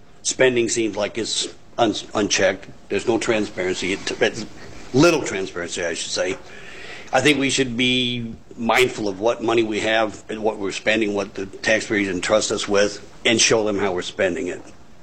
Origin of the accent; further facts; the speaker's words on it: Fremont, Nebraska, United States; moved away as an adult; also born or lived in North Platte, Nebraska; now in Norfolk, United States; I'm not originally from Norfolk. I was born and raised in Fremont, Saunders County area. I graduated from North Bend. My grandchildren and I moved here from North Platte back in 2015.